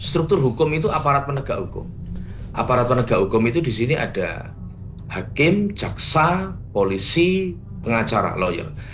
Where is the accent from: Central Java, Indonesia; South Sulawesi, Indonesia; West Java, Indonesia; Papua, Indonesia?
Central Java, Indonesia; Surakarta; saya sebagai orang Solo ya, KTP saya itu Solo. Itu zaman saya kecil dulu itu senang sekali bersepeda itu melewati jalur lambat.